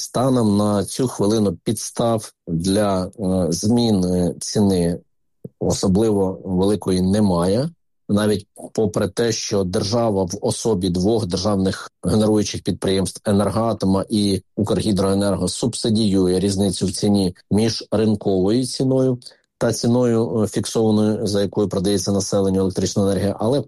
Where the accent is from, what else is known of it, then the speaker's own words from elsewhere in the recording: Kyiv, Ukraine; і ми кияни, і так само дніпряни за киян переживають